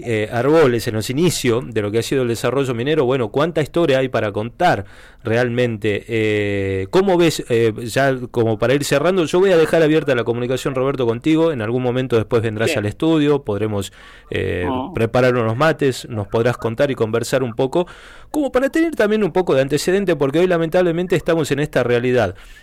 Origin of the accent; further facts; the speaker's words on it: northern Argentina, Argentina; now in Santa Cruz, Argentina; yo vengo del norte, no soy de Santa Cruz